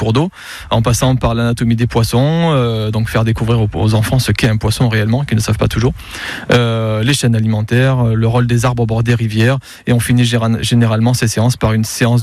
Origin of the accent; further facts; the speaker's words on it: Jouques, Provence-Alpes-Côte d'Azur, France; now in Peyrolles-en-Provence, France; je suis natif de Jouques, un petit village juste à côté, et que je suis très enraciné à mon territoire.